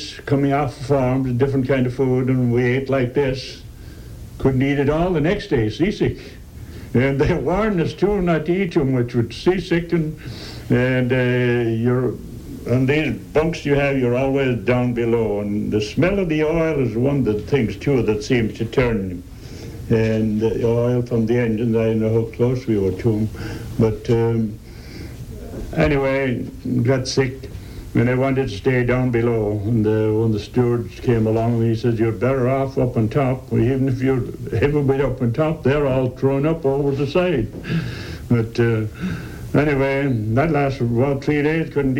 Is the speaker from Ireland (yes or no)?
yes; Ireland; moved away as an adult; now in Sacramento, United States; I was born in Ireland, as you know, and I was raised on a farm. And there was four brothers and a sister there on the farm.